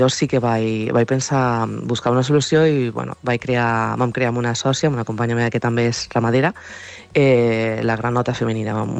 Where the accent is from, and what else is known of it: Mollerussa, Catalonia, Spain